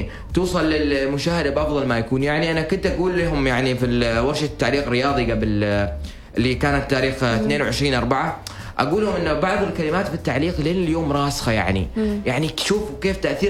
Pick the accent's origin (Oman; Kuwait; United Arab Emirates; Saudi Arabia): Oman; وإحنا كفريق طالع من سلطنة عمان أو من الخليج أو من الوطن العربي ويمثل الإسلام قبل كل شيء